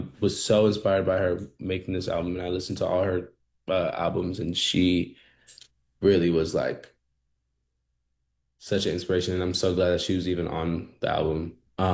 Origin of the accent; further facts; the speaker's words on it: Florida, United States; My dialect, the music that I listened to growing up, there's so many sprinkles of my hometown in my music, for sure.